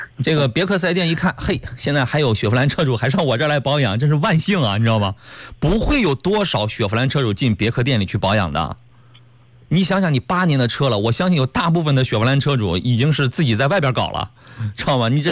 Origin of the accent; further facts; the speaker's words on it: Qingdao, Shandong, China; moved away; 我开车回青岛，我回我老家，